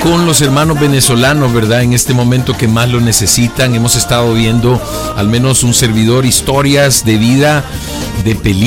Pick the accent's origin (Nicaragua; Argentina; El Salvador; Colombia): El Salvador; Nosotros como salvadoreños estamos de alguna manera identificados con ese tipo de tragedias.